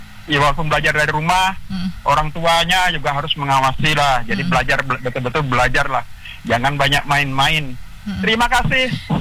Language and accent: Indonesian; Kutai Barat, East Kalimantan, Indonesia; Kami dari Kutai Barat ini, Bu Deni, banyak yang berobat ke Penang.